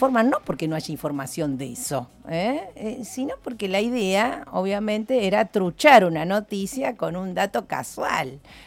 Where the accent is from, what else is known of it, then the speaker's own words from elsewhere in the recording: Santa Fe, Argentina; nosotros como ciudadanos santafesinos, con nuestros impuestos santafesinos